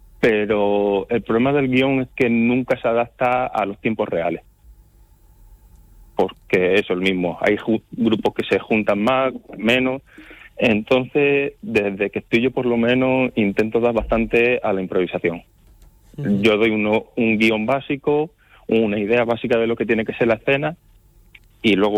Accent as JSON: {"language": "Spanish", "town": "Yecla", "region": "Region of Murcia", "country": "Spain", "said": "nosotros somos de Yecla, entonces estamos a 200 kilómetros."}